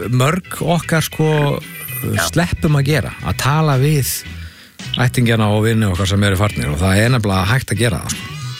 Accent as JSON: {"language": "Icelandic", "town": "Keflavík", "region": "Southern Peninsula", "country": "Iceland", "tie": "born or raised there", "said": "Herri, ég er nú alinn upp í Keflavík."}